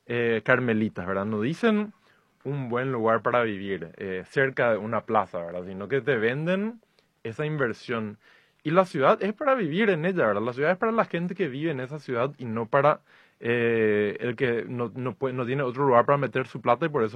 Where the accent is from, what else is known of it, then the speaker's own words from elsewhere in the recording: Asunción, Paraguay; somos los asuncenos que vivimos en esta ciudad.